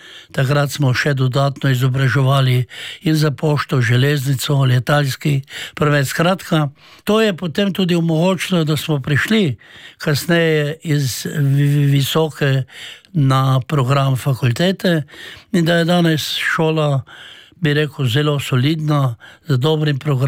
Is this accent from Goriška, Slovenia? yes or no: no; Koper, Coastal–Karst, Slovenia; jaz sem rojen v Pradah, živel sem v pobegih, v nižjo gimnazijo sem hodil v Koper.